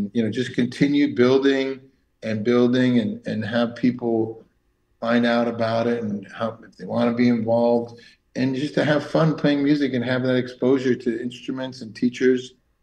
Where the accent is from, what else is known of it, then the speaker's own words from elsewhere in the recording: Bloomington, Minnesota, United States; also born or lived in Richfield; I was born in Bloomington. Lived in Richfield, used to hear them announce the baseball players' names from the outdoor baseball stadium there.